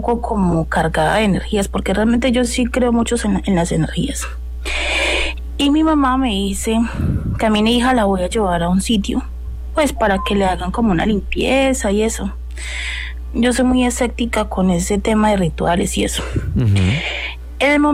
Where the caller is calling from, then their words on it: Leticia, Amazonas, Colombia; yo soy de acá, de Leticia, Amazonas, somos frontera con Brasil y Perú.